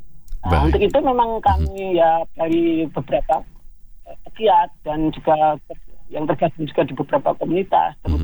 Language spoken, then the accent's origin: Indonesian; Yogyakarta, Special Region of Yogyakarta, Indonesia; Dari pengalaman perjalanan saya sendiri sebagai orang Jogja, ya, itu memang saya mengenal dari Aksara Jawa juga dari mungkin dekat SD, ya.